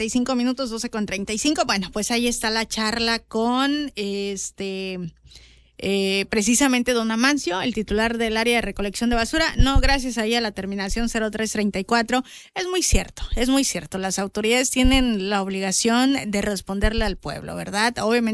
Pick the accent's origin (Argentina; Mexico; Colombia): Mexico; Seguramente muchos mexicanos llegamos a sentir